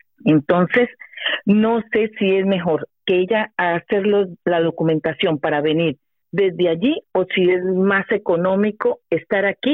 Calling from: Pamplona, Navarre, Spain; de Pamplona.

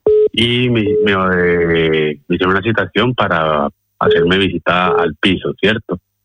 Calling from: Barcelona, Catalonia, Spain; de Barcelona.

